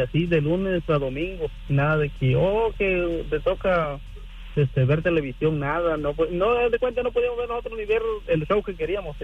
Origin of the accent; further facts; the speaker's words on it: Mexico; now in United States; Porque haz de cuenta que yo soy de México y en México es otro rollo